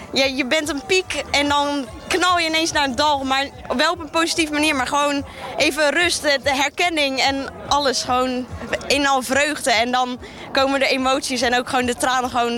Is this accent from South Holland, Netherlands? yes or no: yes; South Holland, Netherlands; Ja, wij komen uit Hoekzwaard.